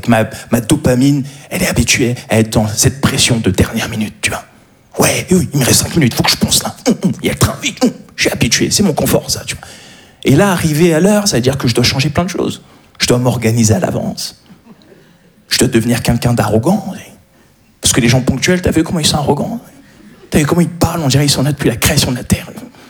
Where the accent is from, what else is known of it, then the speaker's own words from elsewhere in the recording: Paris, Île-de-France, France; Je suis un Parisien, voilà ce que je suis.